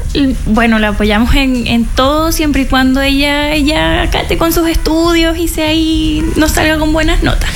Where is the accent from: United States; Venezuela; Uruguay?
Venezuela; now in Chile; Sí, soy venezolana.